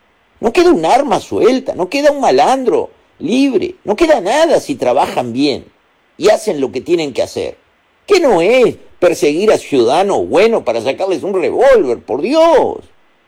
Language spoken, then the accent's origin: Spanish; Uruguay; sabe que soy uruguayo